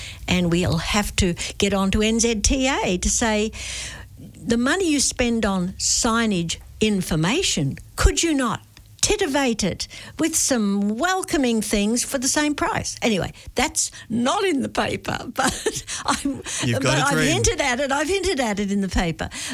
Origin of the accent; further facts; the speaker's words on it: Australia; now in New Zealand; I'm an Australian